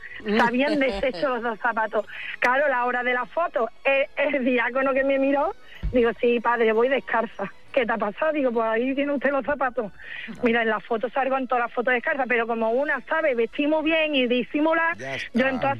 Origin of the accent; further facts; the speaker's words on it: Huelva, Andalusia, Spain; nosotros somos de Huerva, pero vamos, medio leperos